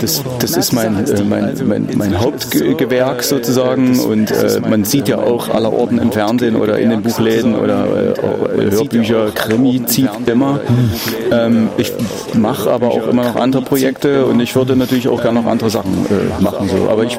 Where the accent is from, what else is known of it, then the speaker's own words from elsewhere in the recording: Dresden, Saxony, Germany; Ich bin Dresdner, ja.